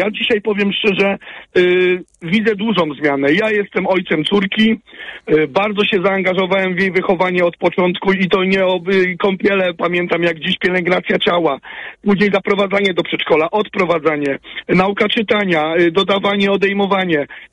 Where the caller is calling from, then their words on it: Silesian Voivodeship, Poland; pochodzę ze Śląska oczywiście.